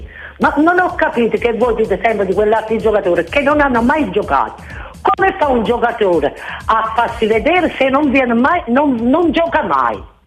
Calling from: Torre Annunziata, Campania, Italy; io sono tifoso del Napoli e sono di Torre Annunziata.

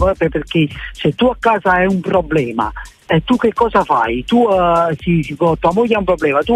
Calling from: Gela, Sicily, Italy; io sono da Gela

